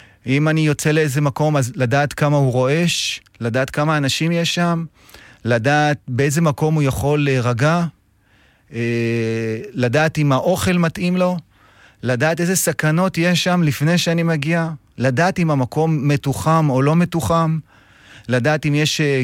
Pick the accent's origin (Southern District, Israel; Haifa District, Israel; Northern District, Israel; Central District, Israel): Northern District, Israel; Nahariya; אני מנהריה, המשרד מוקם שם, בן 45, אבא לשלושה.